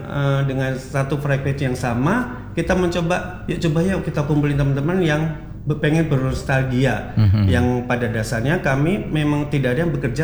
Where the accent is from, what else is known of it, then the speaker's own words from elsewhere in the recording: Jakarta, Indonesia; saya berpikir kita ini orang Jakarta, bisa gak ya dengan 1001 problematika kita di dunia pekerjaan